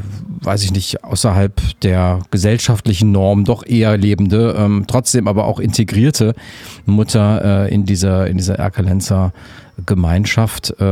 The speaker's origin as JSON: {"language": "German", "town": "Aachen", "region": "North Rhine-Westphalia", "country": "Germany", "tie": "born or raised there"}